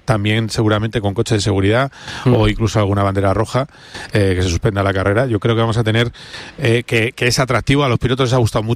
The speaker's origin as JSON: {"language": "Spanish", "town": "Madrid", "region": "Community of Madrid", "country": "Spain"}